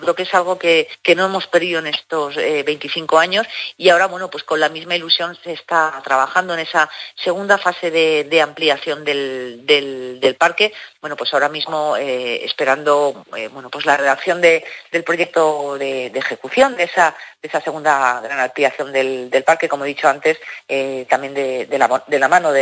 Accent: Teruel, Aragon, Spain

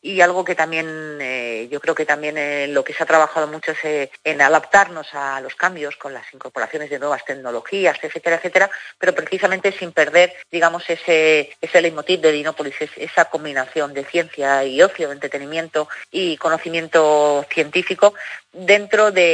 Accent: Teruel, Aragon, Spain

